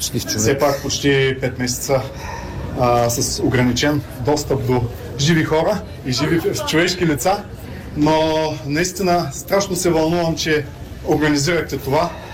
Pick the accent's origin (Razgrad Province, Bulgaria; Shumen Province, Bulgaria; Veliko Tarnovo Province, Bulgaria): Razgrad Province, Bulgaria; Razgrad; also born or lived in Russia; now in Varna, Bulgaria; Да, аз съм българин, хора. Нали? Роден съм в Разград, защото в Кубрате нямало родилно отделение 67-ма година. След това съм живял в Русия до 86-та.